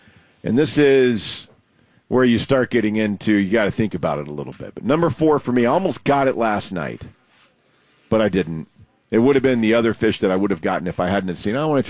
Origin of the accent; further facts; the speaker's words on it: Texas, United States; now in California, United States; growing up in Texas, we've all had a gazillion times.